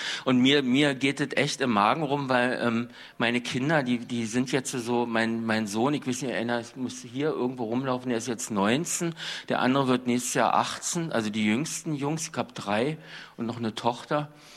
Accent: Cottbus, Brandenburg, Germany; also born or lived in Greifswald; Mein Vater war jüngster Chefdramaturg der DDR. mit 24, 25 war er in Greifswald und dann sind wir von Greifswald nach Cottbus gezogen.

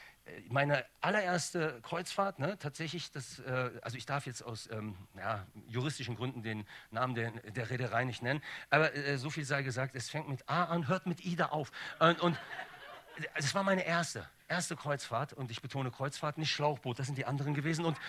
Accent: Bonn, North Rhine-Westphalia, Germany; Aber Leute, ich komme original aus dem Ghetto, aus von Tannenbusch. Bei uns gab es keine KIs, zwischendurch mal ein K.O.

